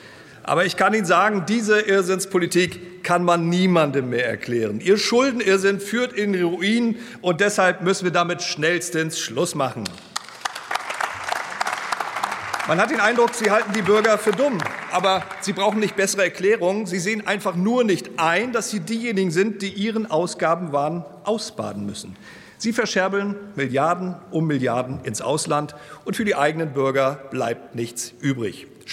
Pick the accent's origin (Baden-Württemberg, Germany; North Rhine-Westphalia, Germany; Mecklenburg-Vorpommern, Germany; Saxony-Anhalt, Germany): Mecklenburg-Vorpommern, Germany; Nach Sachsen-Anhalt kommt jetzt mein Heimatland Mecklenburg-Vorpommern.